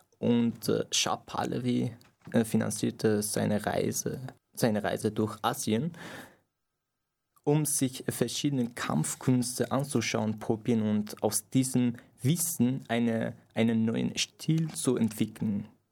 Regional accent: Afghanistan; also born or lived in Iran; now in Austria; Da, wenn ich sage, okay, ich komme ursprünglich aus Afghanistan, ich fühle mich dabei ein bisschen noch so wohl, als ich im Iran

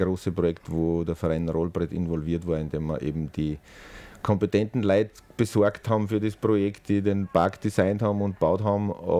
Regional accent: Kuchl, Salzburg, Austria; now in Salzburg, Austria; ich bin am Land aufgewachsen, in Kuchl, um genau zu sein, und bin dann in die Stadt gekommen

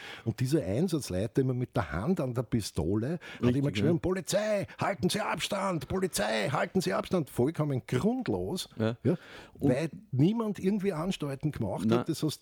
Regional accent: Carinthia, Austria; ich bin ja selber Kärntner Slowene

